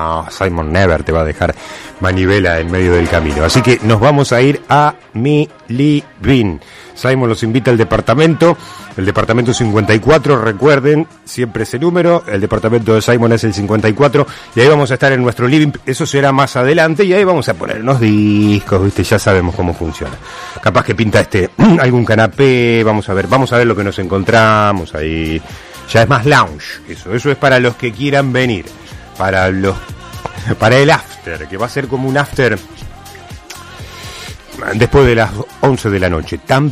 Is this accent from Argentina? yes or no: yes; Argentina; para recordar que somos argentinos.